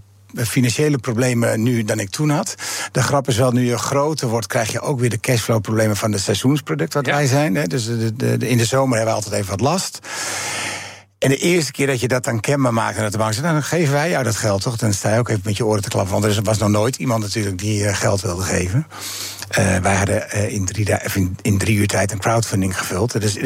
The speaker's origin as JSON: {"language": "Dutch", "town": "Amsterdam", "region": "North Holland", "country": "Netherlands", "said": "Maar als Amsterdammer zou ik daar dan wel iets aan toevoegen."}